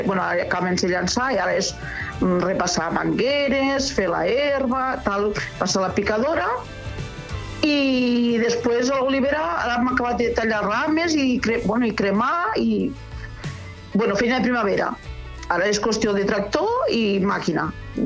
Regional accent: La Fatarella, Catalonia, Spain; soc de la Fatarella, Terra Alta

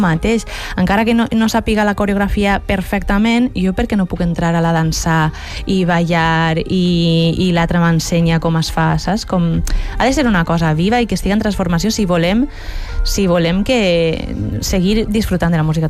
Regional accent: Valencian Community, Spain

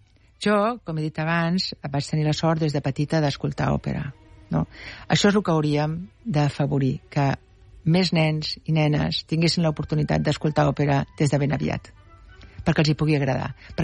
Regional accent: Barcelona, Catalonia, Spain; born there

